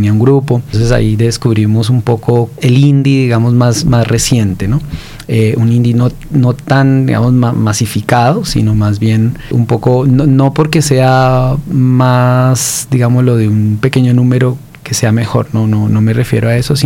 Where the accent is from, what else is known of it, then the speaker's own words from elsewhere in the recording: Colombia; moved away as an adult; also born or lived in France; now in Barranquilla, Colombia; volver al país y de volverme a ver como colombiano